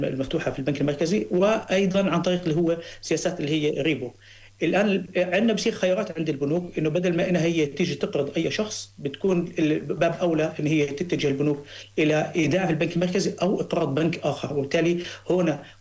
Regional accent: Jordan; احنا عندنا في الاردن

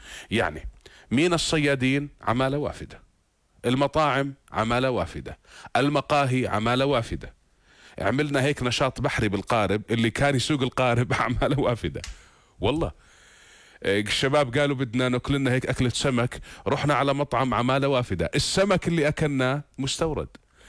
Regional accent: Jordan; أنا كأردني

